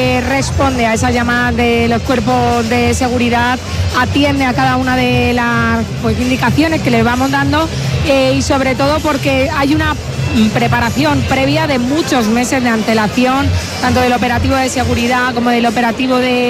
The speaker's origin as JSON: {"language": "Spanish", "town": "Alicante", "region": "Valencian Community", "country": "Spain", "said": "pero es que así somos los alicantinos."}